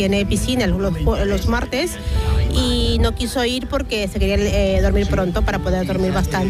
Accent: Peru; Lo que pasa es que nosotros le dimos la bandera porque somos de Perú. Él ha nacido aquí, pero no, yo soy de Perú y le dimos la bandera peruana

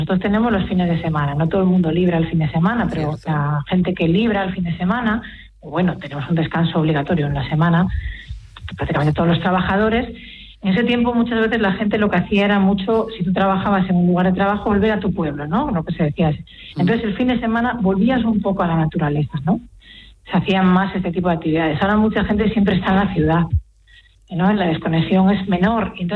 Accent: Galicia, Spain; Los gallegos acuden, como gallega que soy

